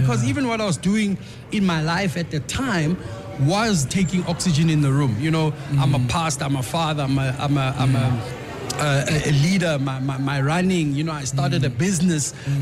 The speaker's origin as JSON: {"language": "English", "country": "South Africa", "said": "But one thing we did realize was we are in a South African context. And if we are going to resonate with our people, we've got to use those influences whilst resonating with the people."}